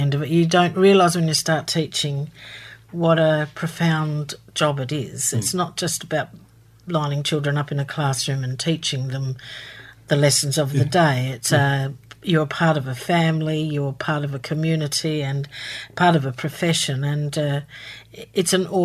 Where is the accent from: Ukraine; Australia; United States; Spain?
Australia; Port Vincent, South Australia; And I grew up on York Peninsula in South Australia. Mm. I was a country kid.